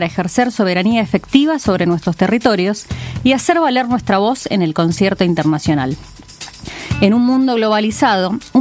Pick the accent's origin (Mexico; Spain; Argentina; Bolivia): Argentina; siendo argentinas y argentinos, estos hechos nos afectan directamente, porque como pueblos latinoamericanos, nuestro pasado, nuestro presente y nuestro futuro están profundamente ligados.